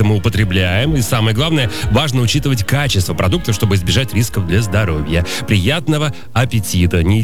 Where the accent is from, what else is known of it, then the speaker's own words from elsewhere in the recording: Uzbekistan; Я, например, свинину не ем. Вот вообще не ем. Не потому, что я из Узбекистана, а потому, что просто не ем.